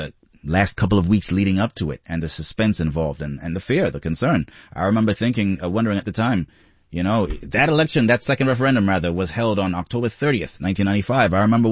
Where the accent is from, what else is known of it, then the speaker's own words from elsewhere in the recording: Montreal, Quebec, Canada; I am an Anglo-Quebecer. I grew up here in Montreal as an Anglo-Quebecer